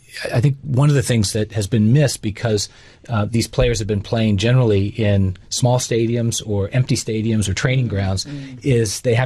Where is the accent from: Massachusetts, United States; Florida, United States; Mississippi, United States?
Massachusetts, United States; Boston; I grew up in the Boston area, just to show my age.